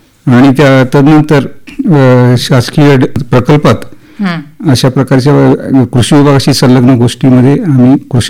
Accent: Sangli district, Maharashtra, India; also born or lived in Kolhapur; मी माझं जन्मगाव बेडक, तालुका मिरज, जिल्हा सांगली. येथेच माझं प्राथमिक शिक्षण, माध्यमिक शिक्षण झालं.

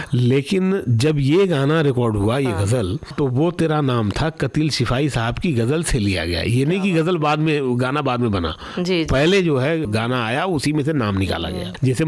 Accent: Surat, Gujarat, India; now in Mumbai, India; तो मैं सूरत से मुंबई आ गया 2001 फरवरी में

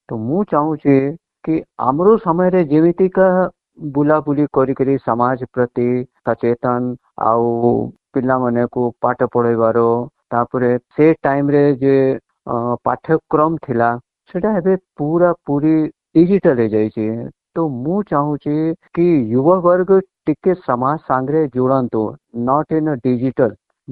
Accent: Prayagraj, Uttar Pradesh, India; ଆମର ଜନ୍ମସ୍ଥାନ ଅଛି ଆହ୍ଲାବାଦ ପ୍ରୟାଗରାଜ ଆଜି ପ୍ରୟାଗରାଜ ତାକୁ କୁହାଯାଉଛି। ତ ଗଙ୍ଗା କିନାରେ ମୋର ଜନ୍ମସ୍ଥଳୀ

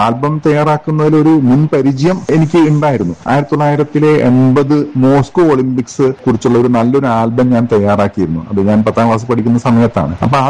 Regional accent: Kozhikode, Kerala, India; ഞാൻ കോഴിക്കോട്ടുകാരനാണ്.

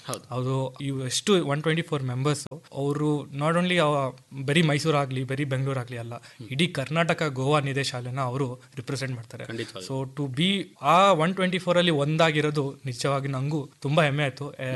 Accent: Mysore, Karnataka, India; ನಾನು ಹುಟ್ಟಿ ಬೆಳೆದಿದ್ದು ಮೈಸೂರಲ್ಲೇ, ಇವಾಗಲೂ national institute of engineering college ಮೈಸೂರಲ್ಲಿ ನನ್ನ ಎಲೆಕ್ಟ್ರಾನಿಕ್ಸ್ ಅಂಡ್ ಕಮ್ಯುನಿಕೇಶನ್ ನಾನು ಓದ್ತಾ ಇದ್ದೀನಿ.

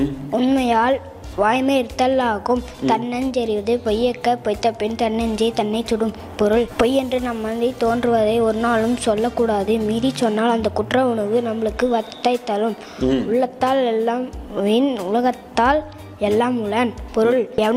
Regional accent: Ganapathy Nagar, Tamil Nadu, India; Ganapathi Nagar.

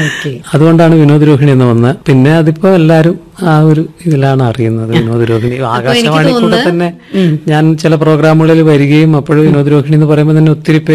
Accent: Kannur, Kerala, India; now in Thalassery, India; കണ്ണൂര് മുണ്ടയാടായിരുന്നു ഞാൻ ജനിച്ചതൊക്കെ.

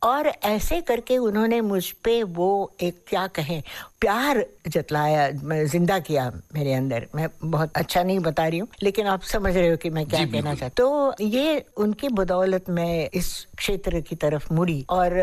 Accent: Pune, Maharashtra, India; also born or lived in Lucknow; हाँ, पुणे आ गई और नाना के पास, मतलब अपने पिता के पास, मेरे नाना अप्पा हम कहते थे, और तब से मैं उनकी छत्र छाया में पली बड़ी।

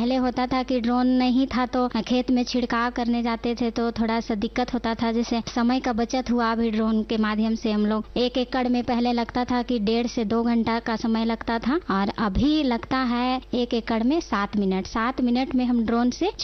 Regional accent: Ranchi district, Jharkhand, India; मेरा गांव है तुसमू, प्रखंड नगड़ी, जिला रांची, झारखंड राज्य की मैं रहने वाली हूं।

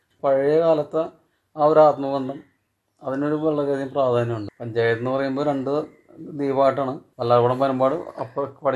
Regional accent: Bolgatty, Kerala, India; പിന്നെയെന്ന് വെച്ചാൽ ഞങ്ങളിവിടെ ജനിച്ചു വളർന്ന് പഴയ കാലം തൊട്ട് ഒരു ചെറിയ ശരിക്കും ഒരു ഗ്രാമീണ ജീവിത അന്തരീക്ഷം തന്നെ

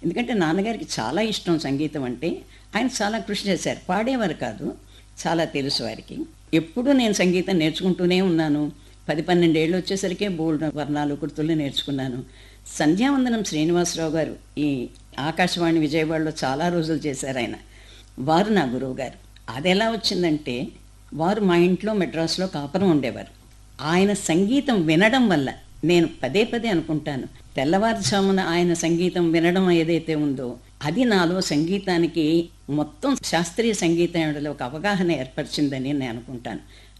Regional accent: Chennai, Tamil Nadu, India; born there; స్వాతంత్రం రాకపూర్వమే పుట్టానమ్మా నేను. మా నాన్నగారు 1927లోనే మద్రాసు యూనివర్సిటీకి వెళ్ళారట తెలుగు శాఖకి, కనుక అక్కడే పుట్టాను.

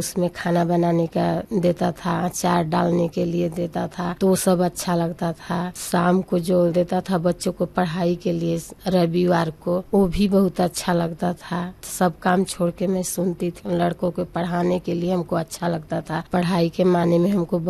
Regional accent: Nai Bazar, Sonbhadra, Uttar Pradesh, India; मैं नई बाजार सोनभद्र के रहने वाली हूँ।

